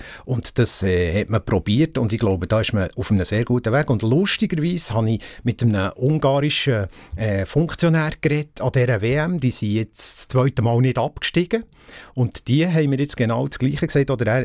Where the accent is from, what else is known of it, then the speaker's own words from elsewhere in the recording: Switzerland; Wir tun Schweizer, wir sind Schweizer, wir müssen unsere Werte leben